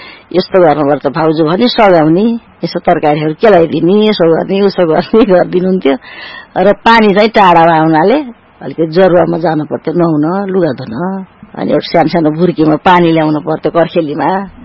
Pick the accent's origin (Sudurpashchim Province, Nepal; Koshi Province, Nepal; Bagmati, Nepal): Bagmati, Nepal; Ghordaura; also born or lived in Bharatpur; मेरो जन्म 2017 साल असोज दशैंको अष्टमीको दिन भरतपुर भन्नाले घोरदौरा हो मेरो जन्म भएको। घोरदौरामा म जन्मिए। मेरो बाल्यकाल कहिले घोरदौरा कहिले भरतपुर गर्दै बित्यो।